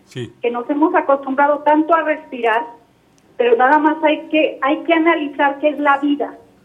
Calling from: Aguascalientes, Mexico; De Aguascalientes.

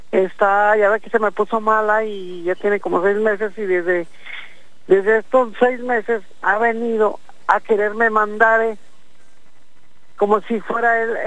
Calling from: Laguna Seca, Mexico; De aquí de la Laguna Seca

